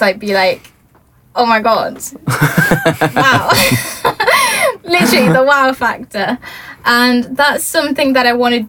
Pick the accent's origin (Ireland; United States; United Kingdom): United Kingdom; York, Yorkshire and the Humber; moved away; Back in my hometown, York.